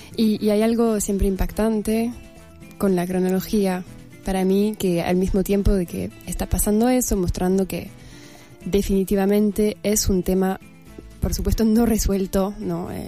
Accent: France; moved away; yo preparándome para volverme a mi tierra, a Francia, por unos meses.

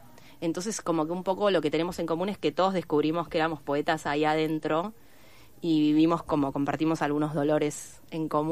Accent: Comodoro Rivadavia, Chubut, Argentina; moved away as an adult; Yo soy de Comodoro Rivadavia y tengo allá a mis viejos, a mi hermana, bueno, a mis abuelos en Río Negro, primos, todo.

